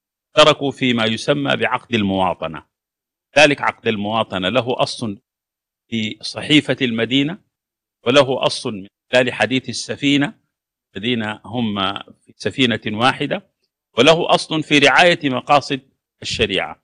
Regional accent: Sudan; فأنا سوداني بمنطق وطن الجغرافيا، إفريقي بمنطق وطن الجوار، وأنتمي إلى الأمة العربية بمنطق اللسان من المحيط إلى الخليج، وأنتمي إلى الأمة الإسلامية بمنطق العقيدة

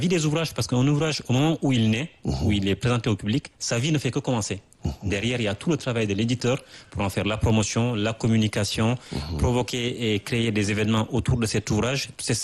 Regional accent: Senegal; même en tant que Sénégalais

